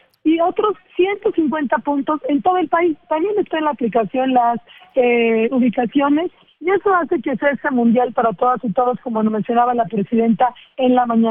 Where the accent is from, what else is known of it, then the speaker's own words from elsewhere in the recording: Mexico; No solo son los turistas internacionales, somos los mexicanos que turisteamos, que viajamos, y que justo eso llenamos nosotros los destinos.